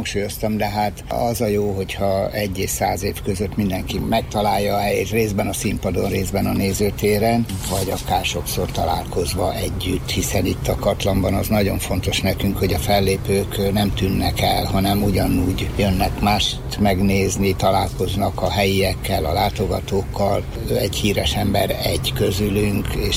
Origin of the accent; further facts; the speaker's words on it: Eger, Heves, Hungary; mi egriek vagyunk